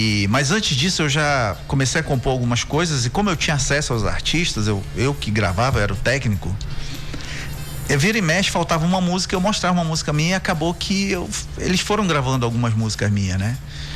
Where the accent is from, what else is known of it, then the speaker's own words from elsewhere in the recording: Terra Santa, Pará, Brazil; now in Manaus, Brazil; Eu sou do interior também, eu sou de Terra Santa e nossa região é a mesma, é limítrofe.